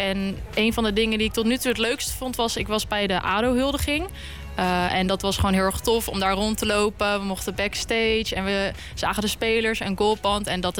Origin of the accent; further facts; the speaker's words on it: Drenthe, Netherlands; moved away as an adult; now in The Hague, Netherlands; ik kom eigenlijk uit Drenthe, dus dat is heel ver weg van Den Haag. Maar ik ben hier 5 jaar geleden komen studeren.